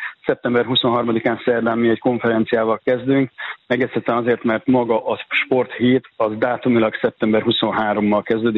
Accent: Szeged, Csongrád-Csanád, Hungary; éppen Szegeden vagyok a Testnevelő Tanárok Országos Egyesületének konferenciáján, és jövő héten is jövök vissza Szegedre. Igaz, hogy ez szülővárosom

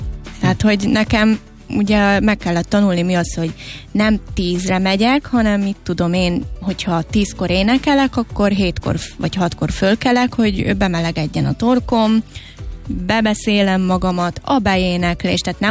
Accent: Hungary; azon a nyelven kellett énekelni magyarként.

